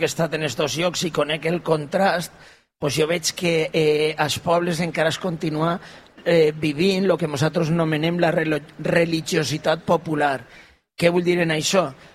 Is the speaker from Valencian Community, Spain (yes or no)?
yes; Figueroles, Valencian Community, Spain; jo sóc fill natural de Figueroles, encara que mon pare és d'ací de Llucena, però jo sóc fill de Figueroles